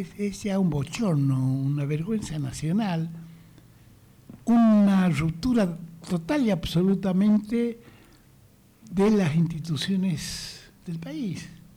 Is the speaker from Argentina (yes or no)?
yes; Argentina; los argentinos somos argentinos.